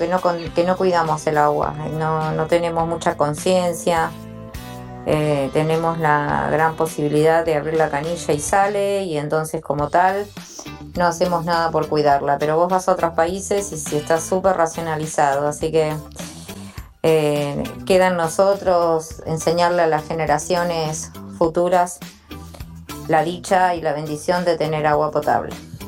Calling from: Buenos Aires, Argentina; de Congreso.

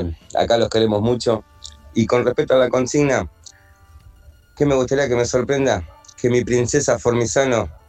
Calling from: Tablada, Buenos Aires Province, Argentina; de Tablada.

